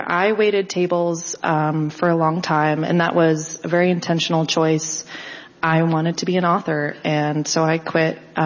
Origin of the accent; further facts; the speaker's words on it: Warwick, Rhode Island, United States; Yeah, so I'm from Warwick, Rhode Island. Yeah, woo-hoo. And we would go to the beach down like South County